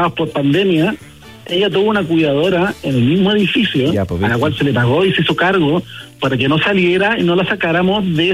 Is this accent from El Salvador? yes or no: no; Chile; A nosotros como chilenos siempre nos faltan motivos todos los días para estar enojados